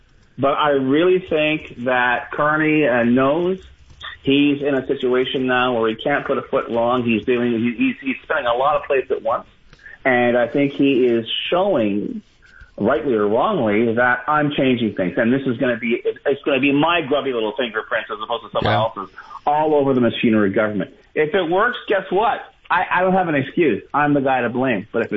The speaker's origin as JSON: {"language": "English", "town": "Montreal", "region": "Quebec", "country": "Canada", "said": "There was a time I really was proud to say I was from Montreal."}